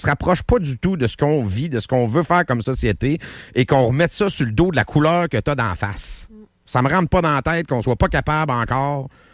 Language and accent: French; Quebec, Canada; je viens d'une région du Québec.